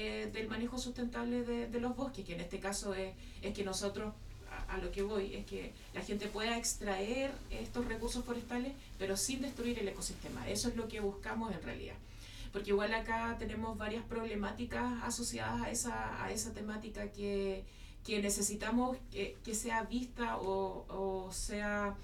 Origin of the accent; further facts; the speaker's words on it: Futrono, Los Ríos, Chile; soy ingeniera forestal. Vengo de la región de Los Ríos, comuna de Futrono en este caso, a desempeñarme acá en la comuna de Huaitecas